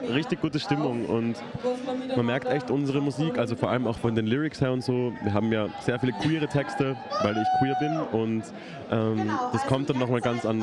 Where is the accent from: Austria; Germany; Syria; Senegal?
Austria; Also wir sind eigentlich von überall von Österreich